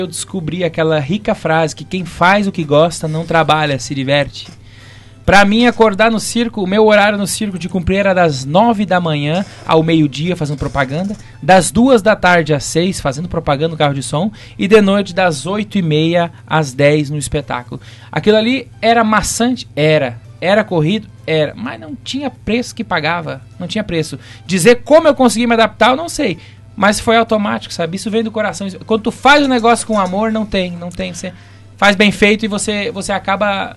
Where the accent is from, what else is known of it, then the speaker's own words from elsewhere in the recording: Rio Grande do Sul, Brazil; lá no meu Rio Grande do Sul, que eu sou gaúcho